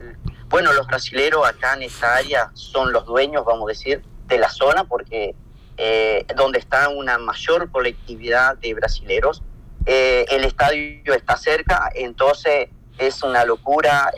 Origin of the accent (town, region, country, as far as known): Tacuarembó, Uruguay; born or raised there; moved away